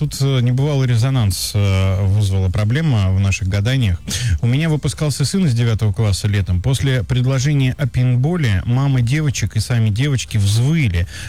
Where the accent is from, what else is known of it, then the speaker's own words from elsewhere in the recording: Nizhny Novgorod, Nizhny Novgorod Oblast, Russia; Я из Нижнего Новгорода, и мы бронировали зал в загородном клубе еще в апреле месяце.